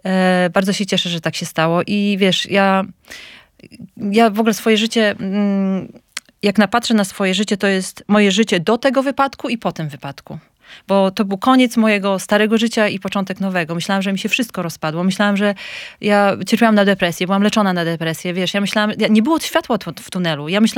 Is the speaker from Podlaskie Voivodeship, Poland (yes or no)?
yes; Suwałki, Podlaskie Voivodeship, Poland; born there; moved away as an adult; also born or lived in Warsaw / Sydney; Urodziłam się w Suwałkach, skończyłam studia w Warszawie i po zrobieniu magistra wyjechałam do Sydney.